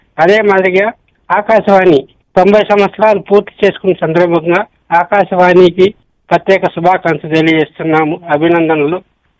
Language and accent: Telugu; Andhra Pradesh, India; మాది చిత్తూరు జిల్లా రొంపచెల్ల మండలం మూర్యావండపల్లి గ్రామస్థులము.